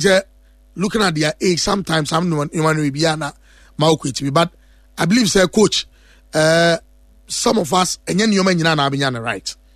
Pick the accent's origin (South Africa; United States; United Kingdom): South Africa; And as a South African, you're 8 asses.